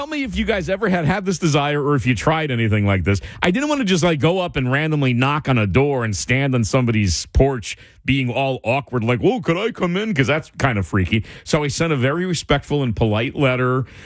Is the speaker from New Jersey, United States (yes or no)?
yes; Rahway, New Jersey, United States; With this one place where I grew up in Rahway. It was this one house where I spent the most number of years in my childhood. It was on Klein Place, right near the middle school.